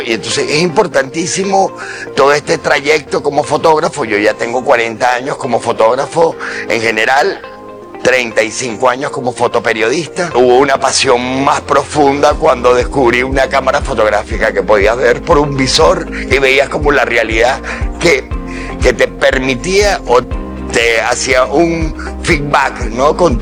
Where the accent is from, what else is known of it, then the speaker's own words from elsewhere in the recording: Venezuela; soy fotógrafo venezolano.